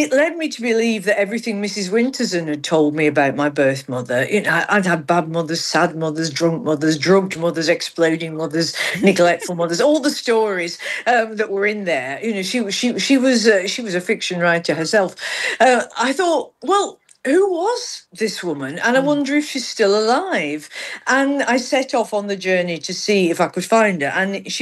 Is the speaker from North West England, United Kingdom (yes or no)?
yes; Accrington, North West England, United Kingdom; also born or lived in Manchester; I was adopted by religious folks in the working class town of Accrington, because I was born in Manchester, so I didn't move far.